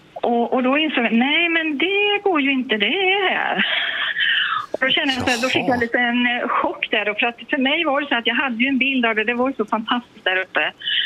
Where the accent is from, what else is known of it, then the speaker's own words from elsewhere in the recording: Östergötland, Sweden; Jag är från Östergötland